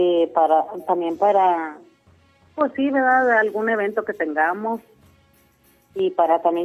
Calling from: Manuel Benavides, Chihuahua, Mexico; De Labrán González

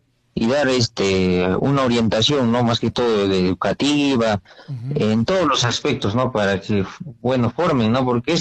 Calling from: Tacna, Peru

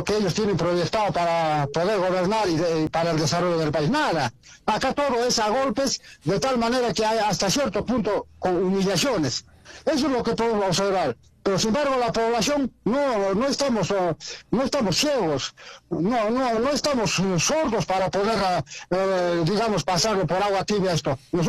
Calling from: Azángaro, Puno, Peru; de la ciudad de Azángaro.

